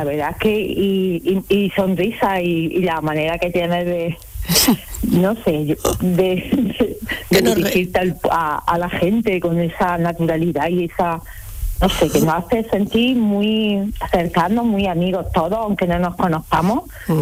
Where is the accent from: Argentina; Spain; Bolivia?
Spain; Jaén, Andalusia; soy de Jaén, me levanto muy temprano porque soy mamá de 2 mellizos también, trabajo en el Ayuntamiento de Jaén.